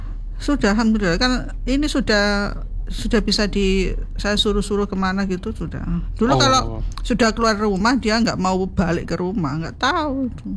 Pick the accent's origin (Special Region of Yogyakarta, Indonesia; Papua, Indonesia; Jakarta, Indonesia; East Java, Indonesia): East Java, Indonesia; Tulungagung; Saya kan asli Tulungagung.